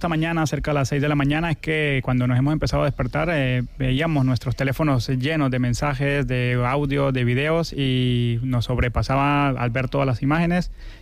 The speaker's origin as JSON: {"language": "Spanish", "country": "Venezuela", "moved": "yes", "lives_now": "Basque Country, Spain", "said": "de manera individual como venezolanos"}